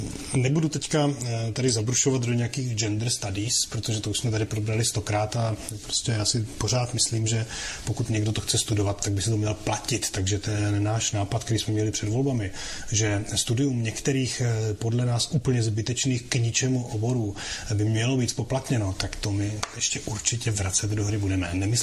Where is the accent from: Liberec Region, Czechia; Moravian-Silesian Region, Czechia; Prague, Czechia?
Prague, Czechia; My, co jsme z Prahy